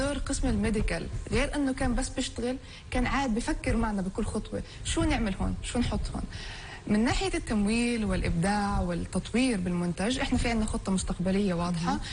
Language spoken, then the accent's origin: Arabic; Palestine; احنا بمجتمع فلسطيني دائما في تحديات.